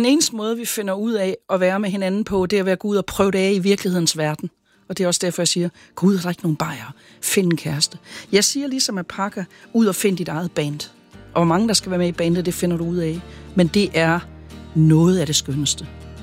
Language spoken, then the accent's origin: Danish; Sønderborg, Region of Southern Denmark, Denmark; Det gjorde man sgu ikke i 60'erne hjemme i Sønderborg.